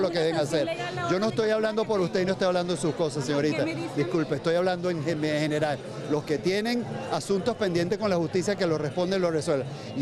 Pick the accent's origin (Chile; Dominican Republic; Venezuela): Venezuela